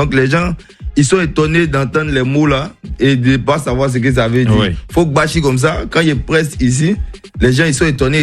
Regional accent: Abidjan, Côte d’Ivoire; En vrai, parce que moi, j'ai grandi à Cocody, au Val d'Ouen 2, qui est un quartier bien tranquille.

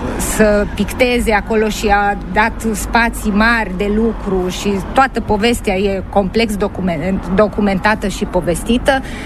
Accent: Timișoara, Timiș County, Romania; Sunt și ca timișoreancă

